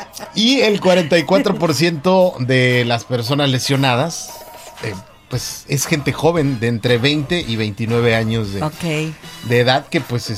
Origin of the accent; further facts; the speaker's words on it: Mexico; como los mexicanos, ¿no? Que somos